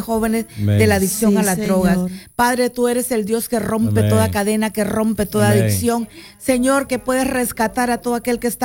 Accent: Cuba; Soy de Cuba.

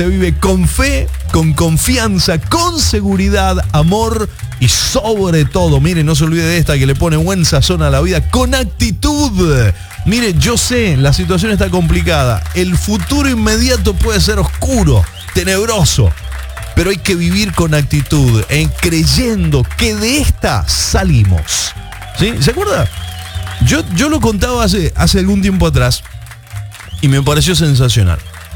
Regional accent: Argentina; en Argentina, ya en mi país, muy futbolero

